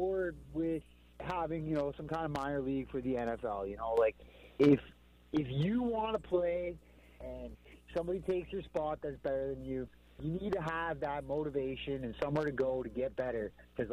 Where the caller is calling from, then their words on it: Ontario, Canada; I'm booming from Ontario, too, so.